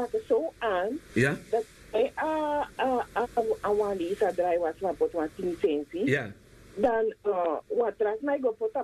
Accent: Nigeria; Dutch is a second language; now in Netherlands; Naar de tijd. Deze tijd, de vereniging, ik kom van Nigeria, toch?

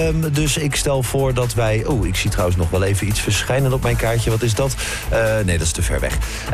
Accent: Haren, Groningen, Netherlands; Ik wil Rijksstraatweg zeggen, maar ik kom uit Haren, dus dan krijg je dat.

